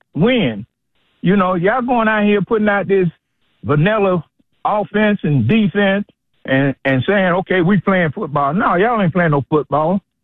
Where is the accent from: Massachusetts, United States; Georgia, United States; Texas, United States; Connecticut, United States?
Georgia, United States; Atlanta; I'm a lifelong Falcon, born and raised in Atlanta off Stewart Avenue.